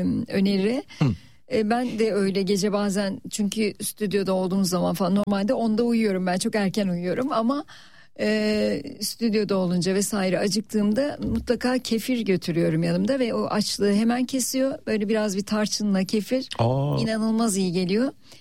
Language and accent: Turkish; Ankara, Turkey; Ankara Yeni Mahalle'de doğup büyüdüm. Şu an belediye binası olan binanın tam karşısındaki binada doğup büyüdüm ben.